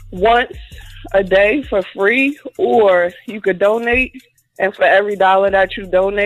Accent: Newark, New Jersey, United States; I'm from Newark, New Jersey.

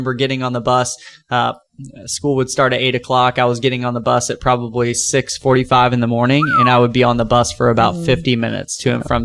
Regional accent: Posey County, Indiana, United States; born and raised in Posey County, graduated from North Posey High School in 2012.

